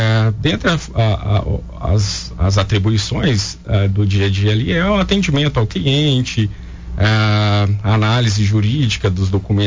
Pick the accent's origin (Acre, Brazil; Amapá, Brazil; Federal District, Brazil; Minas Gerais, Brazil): Minas Gerais, Brazil; now in Coronel Fabriciano, Brazil; Sou do Vale do Aço, mas em Fabriciano mesmo há 7 anos.